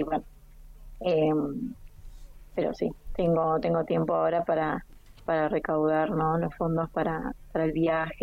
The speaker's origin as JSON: {"language": "Spanish", "town": "Caleta Olivia", "region": "Santa Cruz", "country": "Argentina", "tie": "born there"}